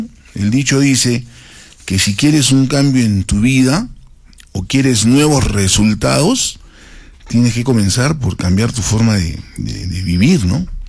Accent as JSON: {"language": "Spanish", "region": "Arequipa", "country": "Peru", "said": "como cualquier arequipeño mortal, como nosotros, digamos, los taxistas"}